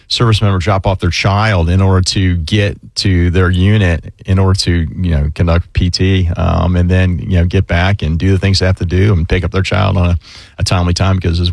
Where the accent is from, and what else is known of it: Orange Park, Florida, United States; born or raised there